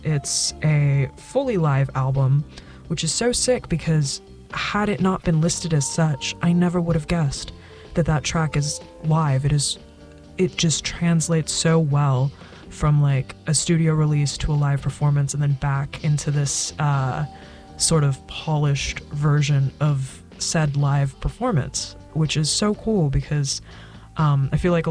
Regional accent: Fresno, California, United States; moved away as an adult; now in Santa Barbara, United States; my hometown of Fresno

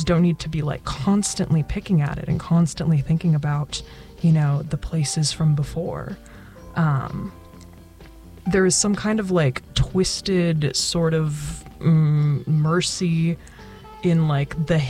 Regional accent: Fresno, California, United States; now in Santa Barbara, United States; I always have one foot in the door in Fresno and one foot in the door in Santa Barbara.

